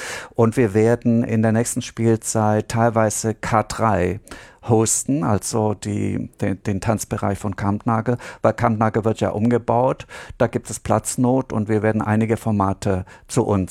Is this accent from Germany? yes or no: yes; Southern Germany, Germany; now in Hamburg, Germany; Ich bin im Süden von Deutschland aufgewachsen